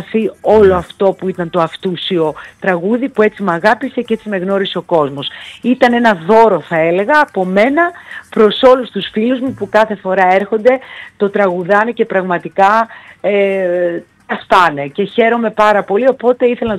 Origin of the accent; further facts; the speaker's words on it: Thessaloniki, Central Macedonia, Greece; moved away as an adult; now in Athens, Greece; η Θεσσαλονίκη είναι η πατρίδα μου, γέννημα θρέμα Θεσσαλονικιά. Οπότε μετά από πολλά χρόνια που ήμουνα κι εγώ παιδί της Θεσσαλονίκης και δούλευα μέχρι τα 24